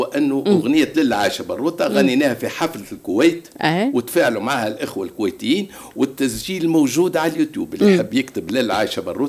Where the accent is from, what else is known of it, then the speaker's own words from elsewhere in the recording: Kairouan, Kairouan Governorate, Tunisia; لما كان عمري في 12-10 سنوات كاكا كنت عندنا في القيروان